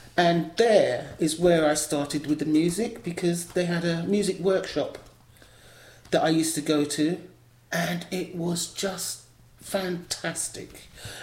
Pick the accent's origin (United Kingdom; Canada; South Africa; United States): United Kingdom; Islington, London; also born or lived in Hackney; I grew up in Islington, London and Islington. My family. No, first of all, we were in Hackney